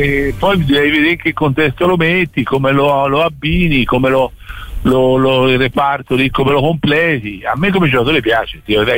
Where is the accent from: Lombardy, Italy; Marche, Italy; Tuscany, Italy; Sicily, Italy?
Tuscany, Italy; Florence; da fiorentino che ha lavorato 5 anni a Pisa